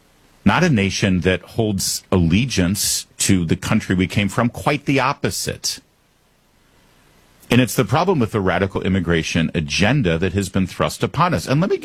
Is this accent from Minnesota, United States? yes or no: no; Michigan, United States; I am from Michigan, and I do root for the Michigan Wolverines.